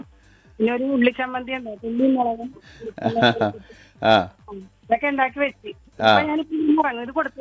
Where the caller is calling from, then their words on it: Kochi, Kerala, India; ഞാൻ എറണാകുളത്ത്, പനമ്പിള്ളി നഗർ.